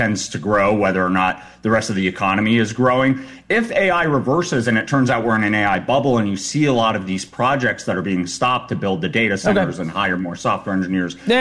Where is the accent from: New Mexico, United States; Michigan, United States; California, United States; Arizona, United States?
New Mexico, United States; my home state of New Mexico